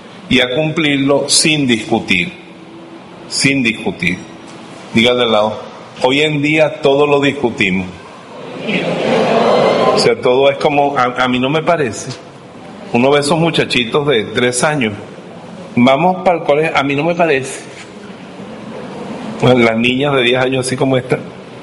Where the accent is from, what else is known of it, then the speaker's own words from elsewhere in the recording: Venezuela; Nosotros los venezolanos somos los paisanos de Augusto Conde